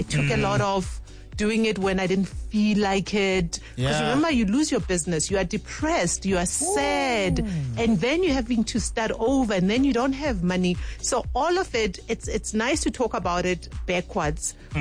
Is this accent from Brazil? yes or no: no; Soweto, Gauteng, South Africa; You know, I grew up in Soweto, so it was one of our chores.